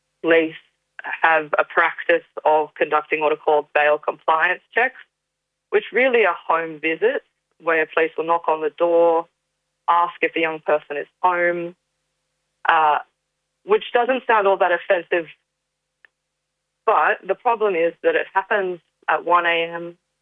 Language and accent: English; New South Wales, Australia; I'm joining from Gadigal and Wongal country in New South Wales. I'm a Darug woman. The Darug Nation's just west of Gadigal and Wongal country.